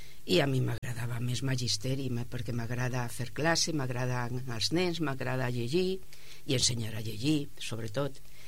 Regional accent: Castile and León, Spain; also born or lived in Ponferrada; now in Catalonia, Spain; vaig néixer l'any 1957 en una vall molt maca que està envoltada de muntanyes a la província de Lleó. És de la comarca del Bierzo. És molt verd i està plena de rius. I allà fa 66, farà ara 67 anys, al mes de desembre, que vaig néixer allà

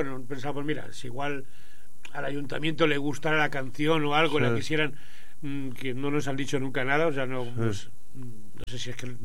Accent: Rasquera, Catalonia, Spain; now in El Prat de Llobregat, Spain; en el Rasquera, en el pueblo, en mi pueblo.

